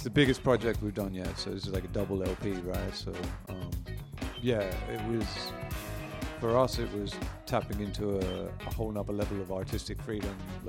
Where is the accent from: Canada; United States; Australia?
Australia; Melbourne, Victoria; moved away as an adult; now in Berlin, Germany; So me and my partner Lewis on the label, we're both from Melbourne, Australia.